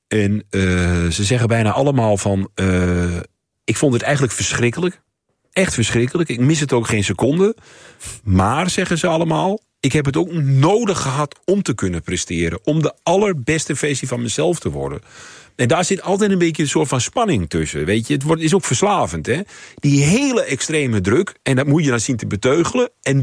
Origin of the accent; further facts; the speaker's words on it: Overijssel, Netherlands; ik kom uit Twente.